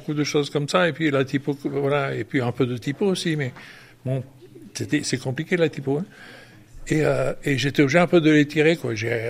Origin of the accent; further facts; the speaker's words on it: Roquedur, Occitanie, France; also born or lived in Brittany; je suis né dans les Cévennes, à Roquedur. J'habite à Roquedur. Et d'abord, on était à l'école de Roquedur, où on était 4-5.